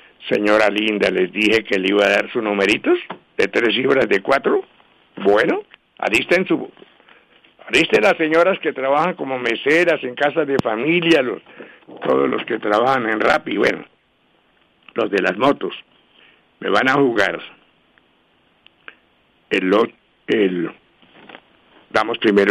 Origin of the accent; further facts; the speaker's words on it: Bogotá, Colombia; yo soy de Bogotá, de Ciudad Caney, tenemos por acá un negocito